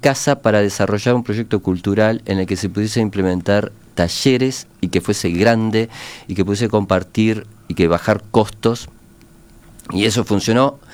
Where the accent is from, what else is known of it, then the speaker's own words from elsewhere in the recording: Montevideo, Uruguay; born there; yo nací en Villa Biarritz